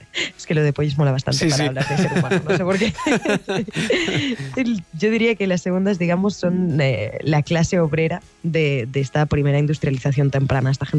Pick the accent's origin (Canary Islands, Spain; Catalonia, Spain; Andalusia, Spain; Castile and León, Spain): Catalonia, Spain; Barcelona; Esto lo hemos visto claramente en mi ciudad natal, Barcelona.